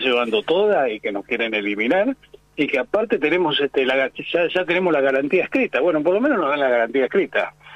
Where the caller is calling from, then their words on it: Buenos Aires, Argentina; Yo vivo en José Martí y Falcón.